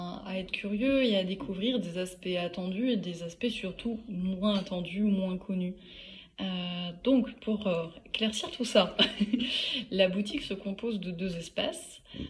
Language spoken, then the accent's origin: French; France; en tant que français